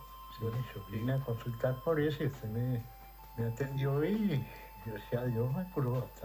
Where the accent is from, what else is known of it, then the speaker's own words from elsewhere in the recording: Melo, Cerro Largo, Uruguay; Soy aquí de Melo.